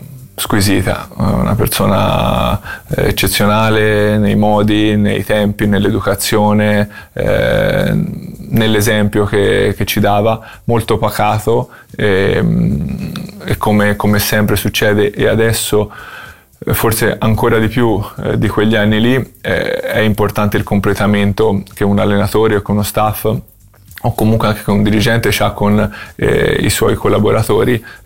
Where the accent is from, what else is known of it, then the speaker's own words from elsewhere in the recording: Tuscany, Italy; la voce della Fiorentina è stata più forte da buon toscano e da babbo Dante